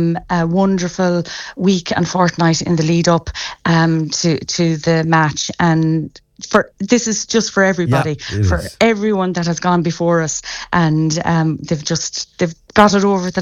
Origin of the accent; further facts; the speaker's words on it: Claremorris, Connacht, Ireland; I grew up on Command Road